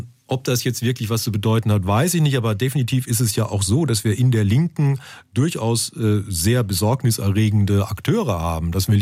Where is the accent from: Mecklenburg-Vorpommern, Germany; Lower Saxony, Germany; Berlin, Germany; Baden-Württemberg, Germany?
Baden-Württemberg, Germany; Wiesloch; moved away; Weil ich bin ja in Wiesloch aufgewachsen